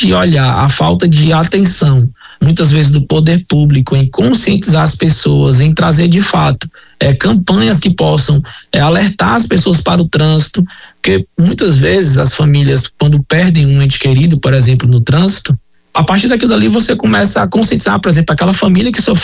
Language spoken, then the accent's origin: Portuguese; Fortaleza, Ceará, Brazil; Eu vou falar aqui, eu sou natural de Fortaleza, tá? Mas viajo muito a São Paulo